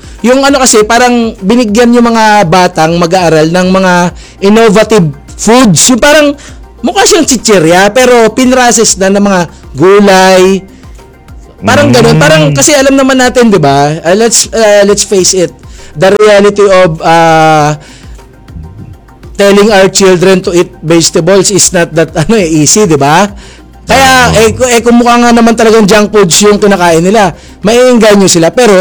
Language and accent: Tagalog; Western Visayas, Philippines; Saka ilonggo kasi ako.